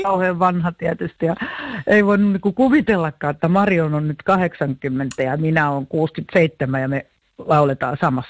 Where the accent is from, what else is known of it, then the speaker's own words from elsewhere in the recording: Vantaa, Uusimaa, Finland; Ollaan vantaalaisia ja samanikäisiä